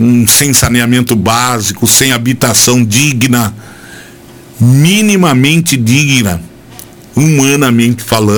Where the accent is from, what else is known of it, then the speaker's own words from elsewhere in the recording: Brazil; Eu, como brasileiro, fico orgulhoso disso.